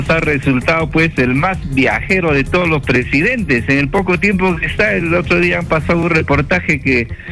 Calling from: Ayaviri, Puno, Peru; me llamo desde Ayaviri.

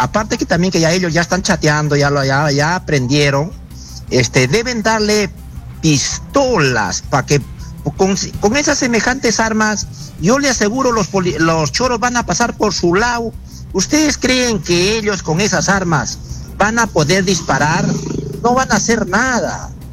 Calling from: Lima, Peru; llamo de acá de Lima

